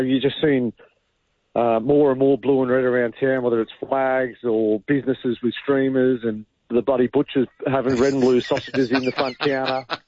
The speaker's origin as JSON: {"language": "English", "area": "Newcastle", "region": "New South Wales", "country": "Australia", "tie": "born or raised there", "said": "I obviously got to represent my hometown"}